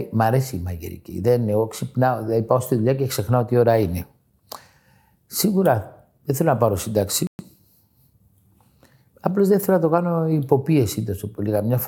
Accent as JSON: {"language": "Greek", "country": "Greece", "said": "εμείς σαν Έλληνες"}